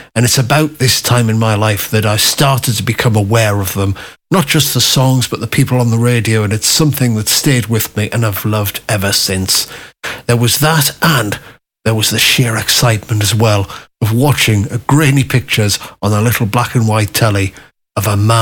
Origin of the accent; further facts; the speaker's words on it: Morpeth, North East England, United Kingdom; I grew up in a wonderful street. Some of those lads I grew up with in Morpeth in Northumberland, I'm still friends with now.